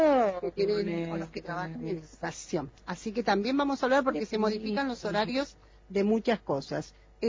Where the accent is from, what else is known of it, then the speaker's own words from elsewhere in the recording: Patagonia, Argentina; forma parte de la infancia de los que somos patagónicos